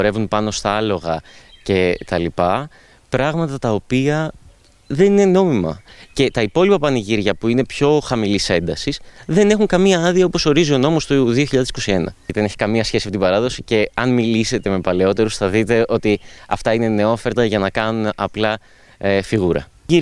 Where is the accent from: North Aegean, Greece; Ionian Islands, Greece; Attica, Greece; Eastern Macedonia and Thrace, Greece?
North Aegean, Greece; Lesbos; moved away; Θα μείνω εδώ γιατί εδώ είναι ο τόπος μου